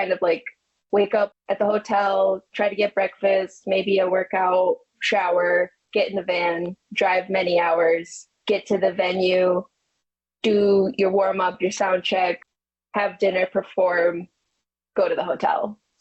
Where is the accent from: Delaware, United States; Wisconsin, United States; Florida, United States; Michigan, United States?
Michigan, United States